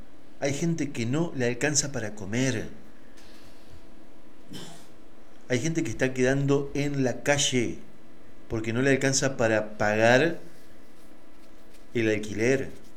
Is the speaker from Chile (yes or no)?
no; Argentina; nosotros como argentinos